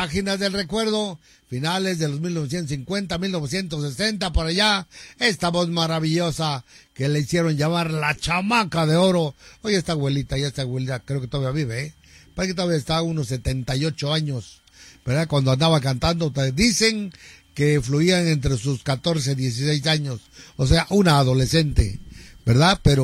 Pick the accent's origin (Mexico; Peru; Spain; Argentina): Mexico; San Pablo Huixtepec, Oaxaca; nuestros amigos de acá de San Pablo, Huixtepec, chulo mi pueblo